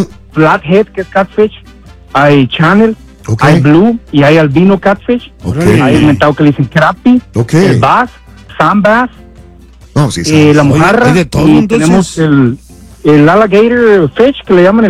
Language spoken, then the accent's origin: Spanish; Monclova, Coahuila, Mexico; Somos de allá de Monclova, de Monclova, Coahuila.